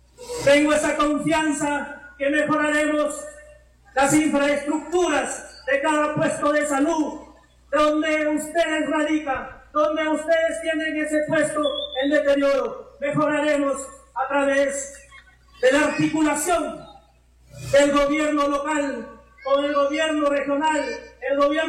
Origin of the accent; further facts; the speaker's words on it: Jamalca, Amazonas, Peru; represento a mi pueblo jamalquino